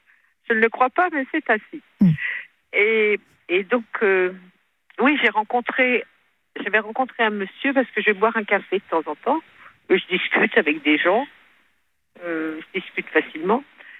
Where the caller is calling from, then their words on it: Brittany, France; je suis en Bretagne